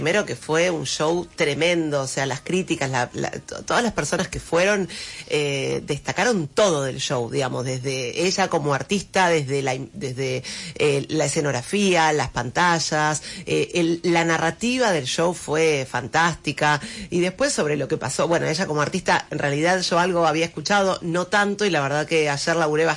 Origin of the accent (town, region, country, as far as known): Argentina